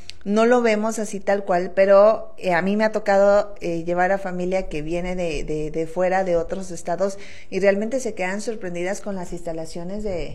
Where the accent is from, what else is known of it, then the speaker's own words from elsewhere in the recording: Durango, Mexico; Te lo digo yo que vengo de Santiago